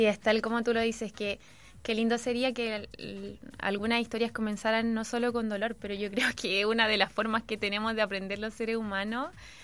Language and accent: Spanish; San Antonio, Valparaíso, Chile; yo soy de San Antonio